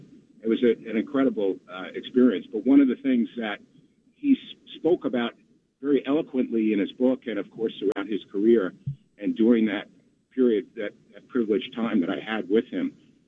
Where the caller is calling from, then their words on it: New Jersey, United States; right now I'm crossing the George Washington Bridge from New Jersey.